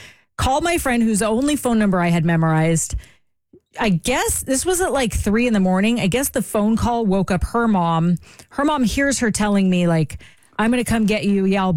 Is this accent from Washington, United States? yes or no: no; Los Angeles, California, United States; I grew up in LA, but I guess I was just good.